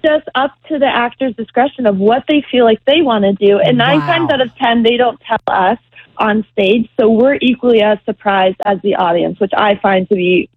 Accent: Gainesville, Georgia, United States; born there; moved away as an adult; also born or lived in Ohio; now in New York City, United States; I'm doing all these shows in the Gainesville High School where I went.

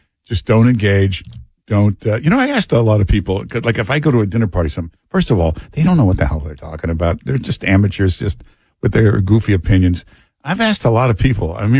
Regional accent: Michigan, United States; Really? I'm from Michigan.

